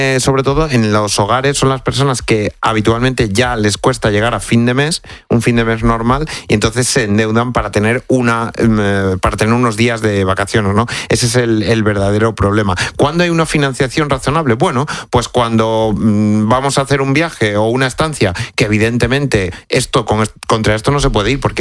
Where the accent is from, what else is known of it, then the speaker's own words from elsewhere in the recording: Extremadura, Spain; yo que además que soy extremeño, imagínate lo que me cuentan de por allí, de la que está cayendo en Cáceres y Badajoz